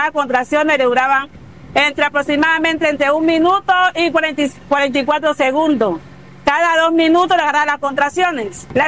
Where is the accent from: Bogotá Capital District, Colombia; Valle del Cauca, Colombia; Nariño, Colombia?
Nariño, Colombia; Mosquera; Soy del municipio de Mosquera.